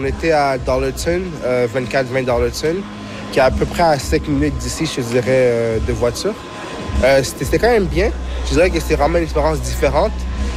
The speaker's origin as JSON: {"language": "French", "town": "Montreal", "region": "Quebec", "country": "Canada", "lives_now": "Vancouver, Canada", "said": "moi je viens de Montréal, la région de Montréal, comme à Vancouver, c'est un peu plus différent les prix de logement, un peu plus élevés."}